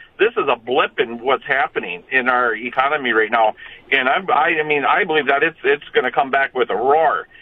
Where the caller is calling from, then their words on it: Proctor, Minnesota, United States; from Proctor.